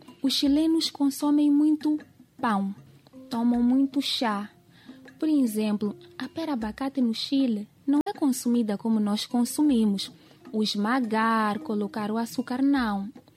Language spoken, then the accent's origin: Portuguese; Mozambique; Eu creio que nós, enquanto moçambicanos